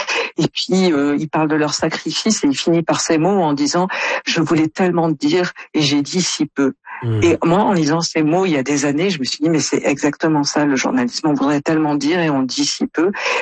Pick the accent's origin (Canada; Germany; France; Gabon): France; a du mal à imaginer quand on est canadien ou comme moi français